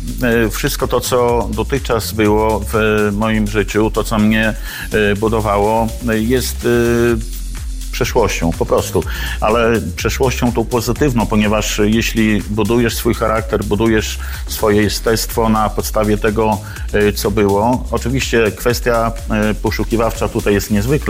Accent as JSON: {"language": "Polish", "town": "Białystok", "region": "Podlaskie Voivodeship", "country": "Poland", "tie": "born or raised there", "moved": "as an adult", "said": "jestem z Białegostoku, więc troszeczkę miałem dłuższą drogę"}